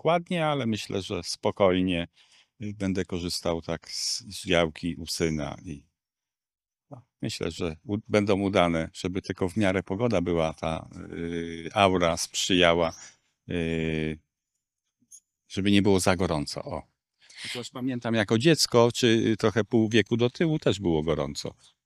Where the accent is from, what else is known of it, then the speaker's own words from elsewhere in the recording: Włocławek, Kuyavian-Pomeranian Voivodeship, Poland; urodziłem się w tym miejscu i moje życie związane jest z Włocławkiem. Bardzo fajne miasto.